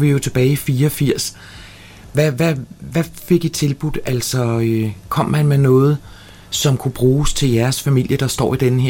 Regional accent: Copenhagen, Capital Region of Denmark, Denmark

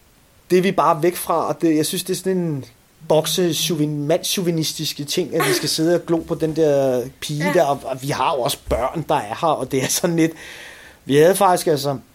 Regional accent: Copenhagen, Capital Region of Denmark, Denmark; accent: Amager dialect; Jeg er selv fra Amager, ja. Alle mine 37 år at jeg har boet her.

